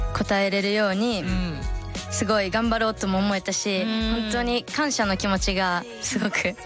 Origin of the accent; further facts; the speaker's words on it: Kansai, Japan; now in Tokyo, Japan; 地元はみんな関西で、